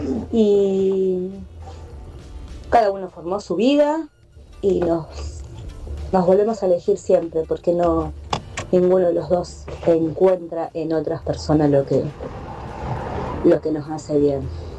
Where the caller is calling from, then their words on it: San Justo, Buenos Aires Province, Argentina; de San Justo.